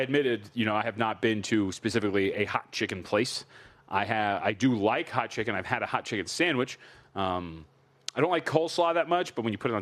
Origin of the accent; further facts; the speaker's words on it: United States; I'm American and love the country